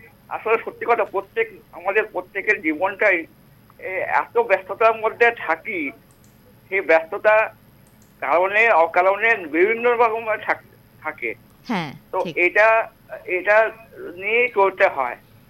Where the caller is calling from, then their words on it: Udaipur, Tripura, India; আমি উদয়পুর থেকে